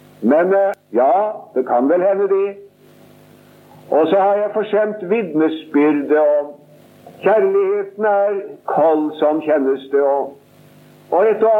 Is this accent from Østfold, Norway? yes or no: yes; Sarpsborg, Østfold, Norway; Det skulle ha tatt seg ut, som vi sier hjemme i Sarpsborg.